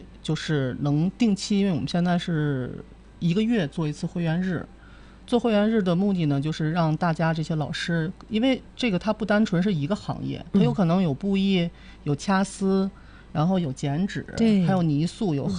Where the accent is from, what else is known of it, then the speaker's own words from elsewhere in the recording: Inner Mongolia, China; 然后到了我们国内的时候会发现我们蒙古人的特点